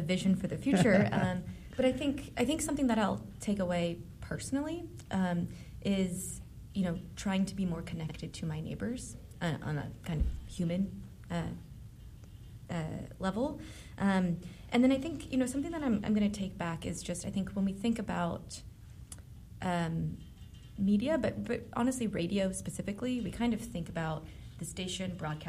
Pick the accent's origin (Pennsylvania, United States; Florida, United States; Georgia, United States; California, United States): Pennsylvania, United States; Philadelphia; I'm from Philadelphia.